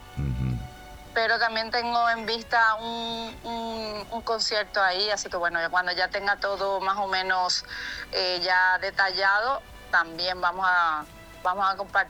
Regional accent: Asunción, Paraguay; born there; moved away; yo nací en Asunción. Ajá. En el San Benigno.

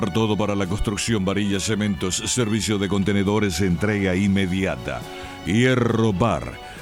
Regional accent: Paraguay; born there; Yo nací en el Paraguay

